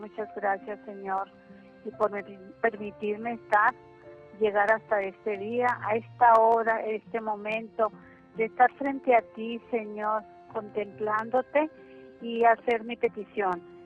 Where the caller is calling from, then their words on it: Lerdo, Durango, Mexico; Hablo de Ciudad Lerdo, Durango